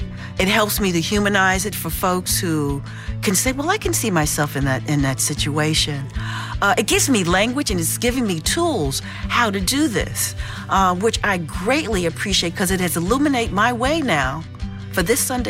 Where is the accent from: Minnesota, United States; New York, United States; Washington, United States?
New York, United States; Brooklyn; now in Cambridge, United States; I'm a girl from Brooklyn, and I presently reside in Cambridge, Massachusetts.